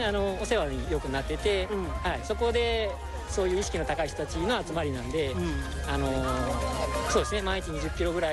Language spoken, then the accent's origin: Japanese; Okazaki, Aichi, Japan; いや、僕岡崎出身ここなんで、うん、はい、ここが好きなんで